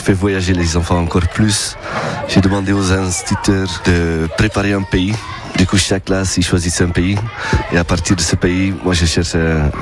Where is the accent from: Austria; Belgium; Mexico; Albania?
Belgium; now in Périgord, France; en tant que Belge qui a voyagé beaucoup, je me suis arrêté dans le Périgord.